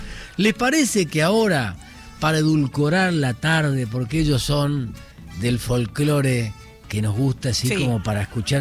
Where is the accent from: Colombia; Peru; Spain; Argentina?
Argentina